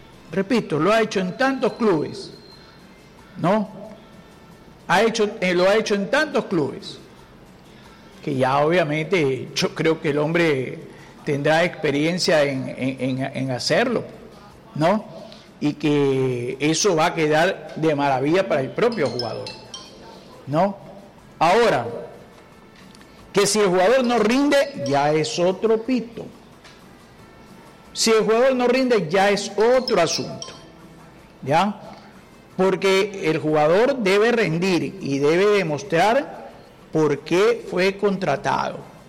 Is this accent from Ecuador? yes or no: yes; Ecuador; nosotros mismos como ecuatorianos